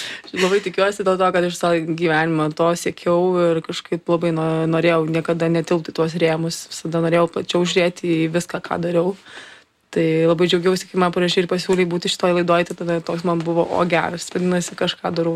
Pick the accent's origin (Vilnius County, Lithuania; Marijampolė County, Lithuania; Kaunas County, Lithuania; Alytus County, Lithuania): Alytus County, Lithuania; Alytus; Ir aš kadangi augau Alytuje, tai Alytuje buvo dvi opcijos.